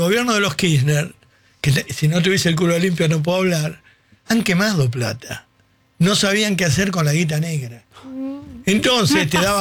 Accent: Argentina; Yo soy un argentino más

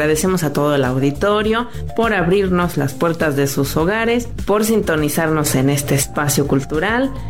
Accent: Hidalgo, Mexico; nuestro bello estado hidalguense

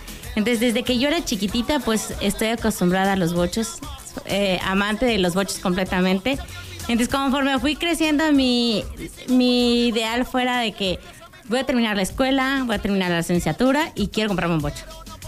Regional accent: Comitán, Chiapas, Mexico; moved away; yo soy de Comitán, un pueblito de aquí a tres horas.

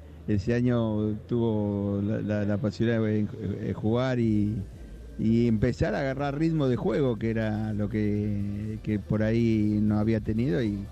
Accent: Quilmes, Buenos Aires Province, Argentina; Yo soy de Quilmes. Y bueno, y ahora que reencontrarnos con todos ya con 60 largos

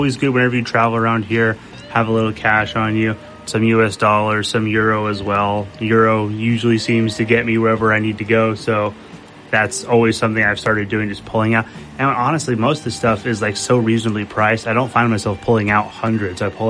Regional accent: Mexico; now in Wiesbaden, Germany; I grew up around that stuff. I grew up in Mexico

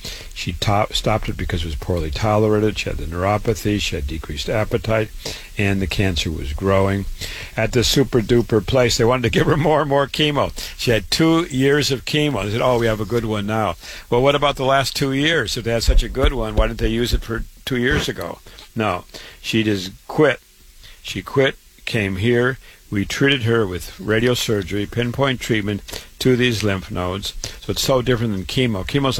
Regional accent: Waterloo, Iowa, United States; I was born and raised in Waterloo, Iowa.

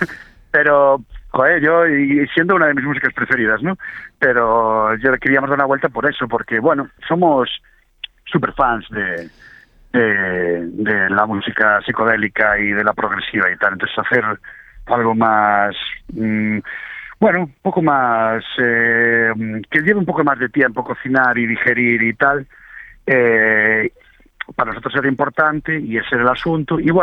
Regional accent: Ourense, Galicia, Spain; now in Santiago de Compostela, Spain; Yo, bueno, somos de Ourense toda la vida, pero yo llevo años viviendo en Santiago de Compostela

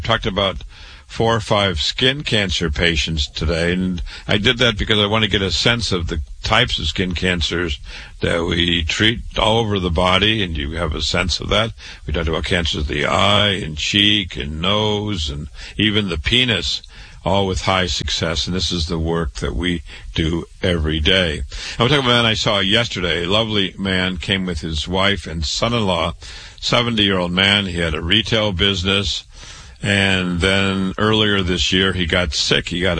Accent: Waterloo, Iowa, United States; I was born and raised in Waterloo, Iowa. I went to public school, university, medical school, MD at 25.

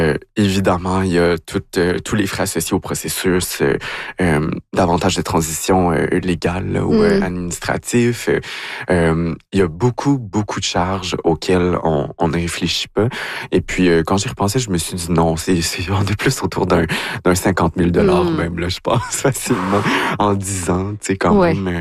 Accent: Quebec, Canada; moved away

